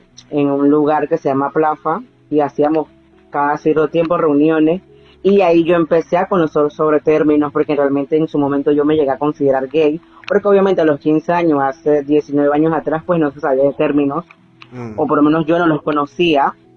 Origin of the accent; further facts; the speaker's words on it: La Chorrera, Panamá Oeste, Panama; yo soy de La Chorrera, de Panamá Oeste. Tengo 34 años